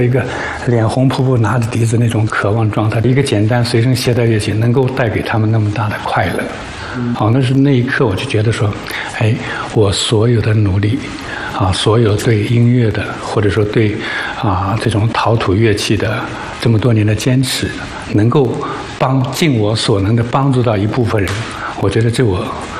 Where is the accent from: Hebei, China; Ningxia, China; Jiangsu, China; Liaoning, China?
Ningxia, China; now in Xiamen, China; 作为我来讲是土生土长的宁夏人